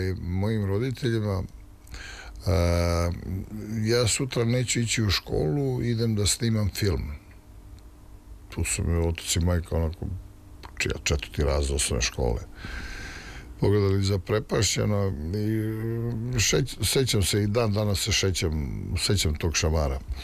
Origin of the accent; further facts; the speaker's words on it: Čačak, Šumadija and Western Serbia, Serbia; Rođen sam u Čačku. Otac mi je rođen u Čačku. Deda mi je rođen u Čačku. Pradeda mi je rođen u Čačku.